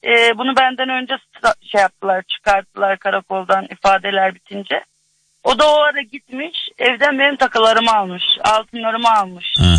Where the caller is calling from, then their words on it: Ankara, Turkey; Ankara Dikmen.